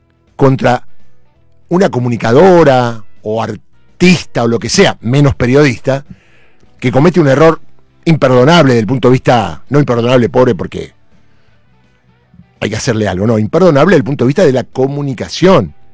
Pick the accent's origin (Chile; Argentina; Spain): Argentina; Nos criamos así en la Argentina.